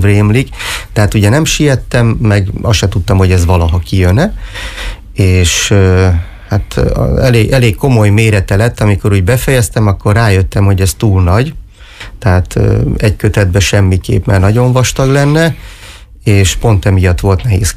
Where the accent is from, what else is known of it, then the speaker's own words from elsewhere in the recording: Miskolc, Borsod-Abaúj-Zemplén, Hungary; a Diósgyőri vár közelében nőttem fel, a Kuruc utcán laktunk, hogy gyakorlatilag nem volt olyan nap, hogy ne csatangoltunk volna a vár környékén.